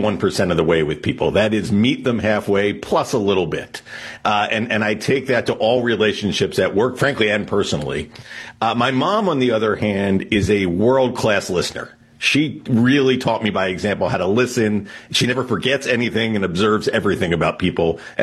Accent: Pennsylvania, United States

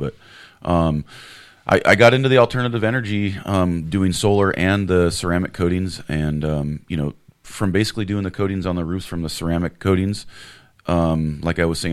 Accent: Cottonwood, California, United States; Right down the street, and I went to West Cottonwood Schools, West Valley High School.

